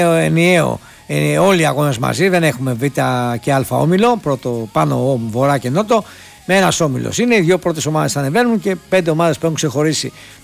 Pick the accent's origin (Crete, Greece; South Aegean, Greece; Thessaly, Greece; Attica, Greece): Thessaly, Greece; Volos; Ήμουν γήπεδο σήμερα. Είμαι από το Βόλο.